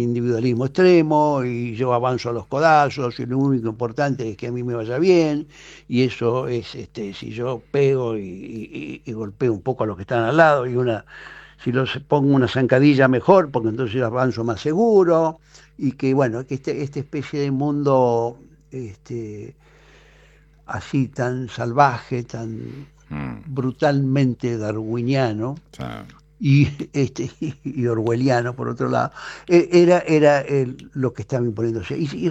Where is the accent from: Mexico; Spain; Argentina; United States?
Argentina; los que somos argentinos y argentinas